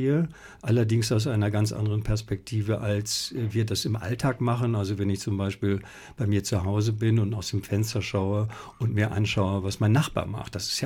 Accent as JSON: {"language": "German", "town": "Iserlohn", "region": "North Rhine-Westphalia", "country": "Germany", "tie": "born there", "said": "Ja, Iserlohn. Mhm. Iserlohn, das ist in Südwestfalen, 100.000 Einwohner."}